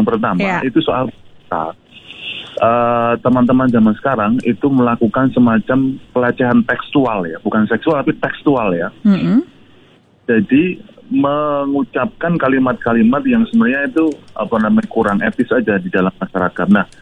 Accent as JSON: {"language": "Indonesian", "town": "Yogyakarta", "region": "Special Region of Yogyakarta", "country": "Indonesia", "said": "Yang pertama itu secara umum ya, karena saya dari Jogja ya"}